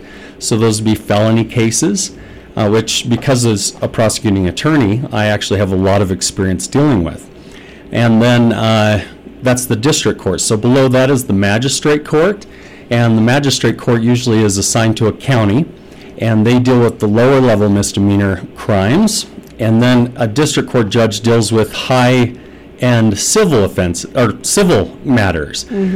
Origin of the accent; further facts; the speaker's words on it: Liberty, Idaho, United States; I am from Liberty, actually, just here in Bear Lake. I grew up here, and my father was actually